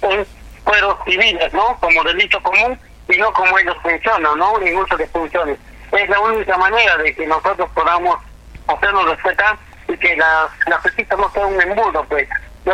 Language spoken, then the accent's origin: Spanish; Peru; Porque si nosotros, como peruanos, no decimos nada, nos callamos ante estos abusos